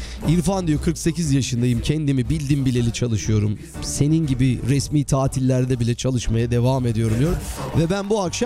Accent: Princes' Islands, Istanbul, Turkey; Yani orada yetişmişti. Bir ilham kaynağı aslında ada. O yüzden şimdi gözümde canlandı koskoca mazi. Çocukluğum geçti.

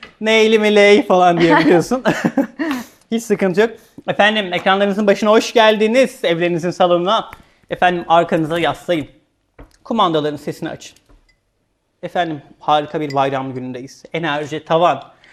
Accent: Denizli, Turkey; bizim biliyorsunuz Denizli'nin kalesi meşhurdur. Kale baklavası deriz biz.

